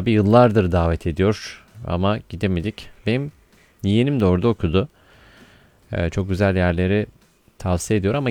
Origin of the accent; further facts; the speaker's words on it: Ankara, Turkey; Ben Ankara'da Trabzonların içinde büyüdüm.